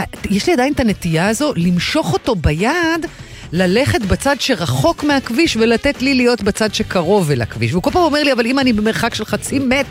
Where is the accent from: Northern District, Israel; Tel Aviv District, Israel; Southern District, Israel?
Tel Aviv District, Israel; Tel Aviv; כתל אביבית אני גם רואה לא מעט הורים נוהגים במעין וריאציה לבנטינית על טוק-טוק